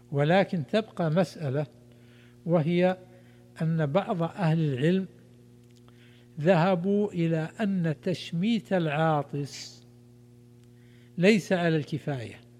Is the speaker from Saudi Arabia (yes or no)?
yes; Saudi Arabia; عندنا في المملكة العربية السعودية